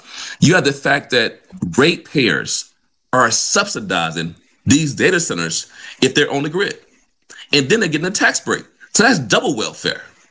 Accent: Vicksburg, Mississippi, United States; I'm from Mississippi, so I'm from Vicksburg.

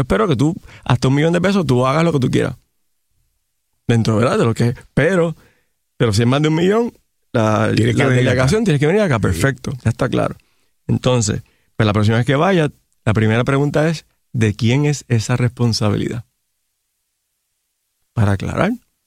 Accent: Puerto Rico; Pero yo me río, yo, mira, yo soy puertorriqueño.

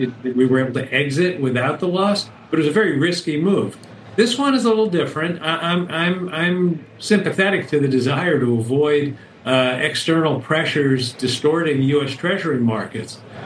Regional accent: New York, United States; as a New Yorker

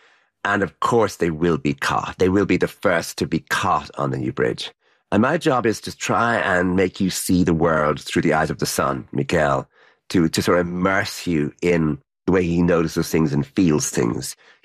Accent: Ireland; Because I'm Irish, so many of the things that were happening were so close to things that had happened in Ireland

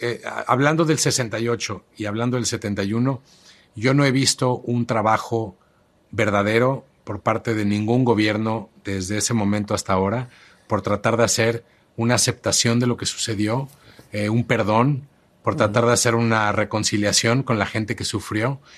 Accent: Mexico; yo creo que estas cosas son una realidad en mi país, pero al mismo tiempo también con esta serie le muestro a mis hijos el México que podría llegar a ser

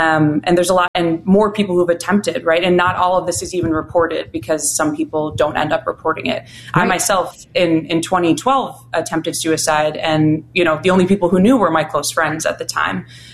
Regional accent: Oak Park, Illinois, United States; moved away as an adult; I grew up in Oak Park, Illinois.

